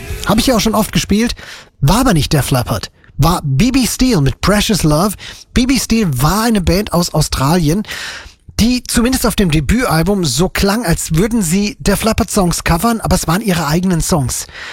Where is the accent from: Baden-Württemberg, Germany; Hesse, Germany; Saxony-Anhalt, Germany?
Hesse, Germany; Fulda; Kommt vorbei, wir spielen im Juni in Fulda auf dem Domplatz meiner Heimatstadt.